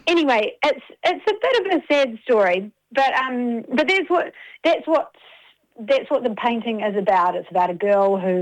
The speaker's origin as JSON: {"language": "English", "town": "Plimmerton", "region": "Wellington", "country": "New Zealand", "said": "I'm from Te Whanga Nui Atara, just north, a little place called Plimoton, which is by the sea."}